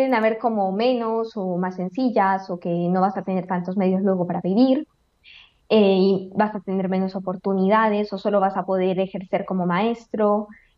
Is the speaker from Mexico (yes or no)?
no; Lima, Peru; moved away as an adult; now in Spain; yo vengo de Lima